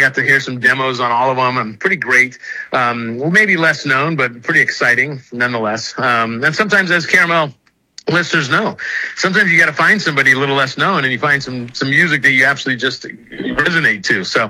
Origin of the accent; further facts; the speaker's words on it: San Francisco, California, United States; my growing up in San Francisco